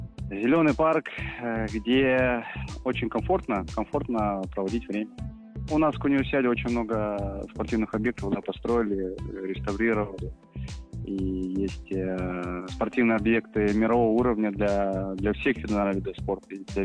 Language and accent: Russian; Krasnoyarsk, Krasnoyarsk Krai, Russia; 10-кратный чемпион мира по хоккею с мячом. И сегодня я расскажу про свой родной город Красноярск.